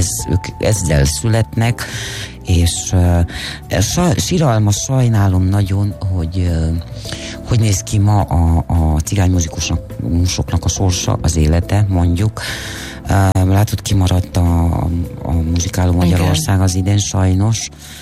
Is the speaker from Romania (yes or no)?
yes; Târgu Mureș, Mureș County, Romania; otthon Marosvásárhelyen